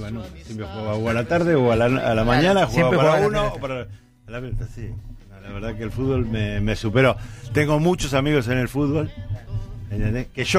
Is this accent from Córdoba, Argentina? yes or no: no; San Telmo, Buenos Aires, Argentina